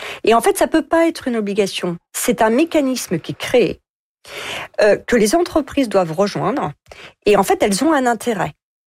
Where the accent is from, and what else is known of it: France